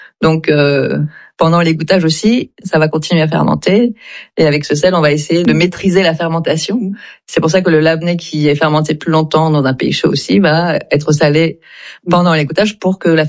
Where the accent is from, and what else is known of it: France; born or raised there; also born or lived in Istanbul, Turkey